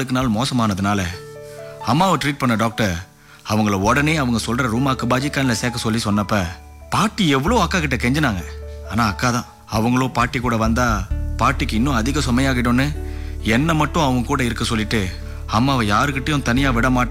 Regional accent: Tanjung Malim, Perak, Malaysia; நான் பிறந்து வளர்ந்த எஸ்டேட்

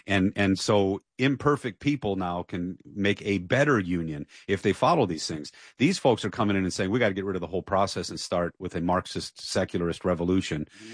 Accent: Dearborn, Michigan, United States; moved away; also born or lived in New York / Dallas / Los Angeles; I'm from Detroit. Actually, my hometown is Dearborn.

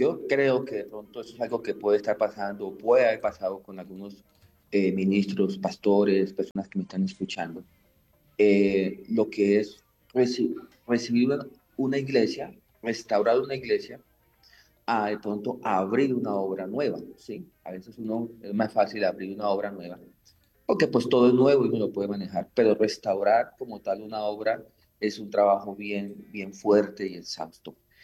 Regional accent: Villanueva, Colombia; born there; also born or lived in Paipa, Boyacá, Colombia; nosotros somos de, mi familia es de Boyacá, de Paipa, Palermo, Paipa, Boyacá. Llegamos a Villanueva en el año 92, con una mano adelante y otra atrás

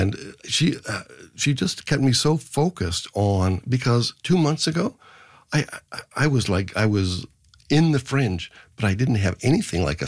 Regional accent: Ontario, Canada; also born or lived in Kingston, Canada; And so anyway, so I was born in Kingston, Ontario, but as we moved around, my father worked for a large company called DuPont, and as he sort of worked his way up the ranks, we eventually got moved to the Toronto area

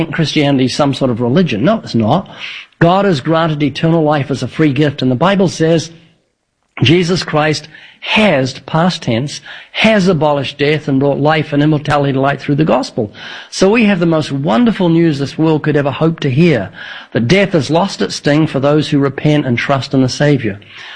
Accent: New Zealand; born there; accent: slight New Zealand; moved away; how I was born twice in New Zealand. I've got a slight New Zealand accent, you'll notice.

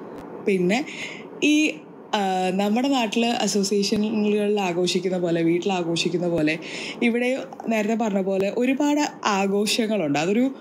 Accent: Pathanamthitta, Kerala, India; moved away; ഞാനൊരു പത്തനംതിട്ടക്കാരി ആയതുകൊണ്ട് തന്നെ ഉത്രട്ടാതി വള്ളംകളി എനിക്ക് ഭയങ്കര സ്പെഷ്യലാണ്.

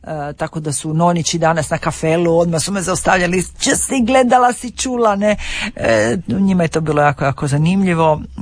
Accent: Premantura, Istria County, Croatia; Odrasla sam u Premanturi na Rt Kamenjaku i sjećam se kako je to bilo nekad

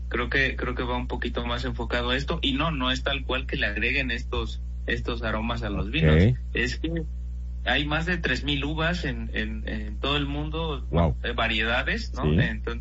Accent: Mexico; nosotros como mexicanos, pues crecimos con una cultura en la cual tenemos frutas increíbles, flores, especias

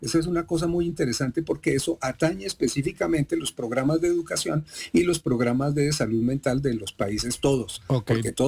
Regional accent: Bogotá, Colombia; Yo soy Rolo Chapineruno Ala, pero además soy colombiano y soy colombiano y pertenezco y me miran como colombiano aquí y como Rolo Chapineruno.

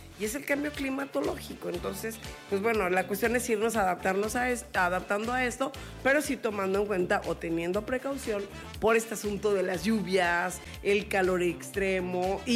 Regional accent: Puebla, Mexico; now in Ciudad del Carmen, Mexico; fui un par de días a mi pueblo, que está en las faldas del Popocatépetl

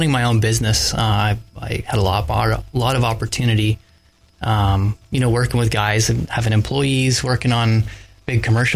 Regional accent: Minden, Ontario, Canada; I grew up in Minden here. I grew up on Bethel Road, and I live on Bethel Road still. I'm 36 years old, and I've operated a construction business here in Minden, Haliburton County, for the past eight, nine years.

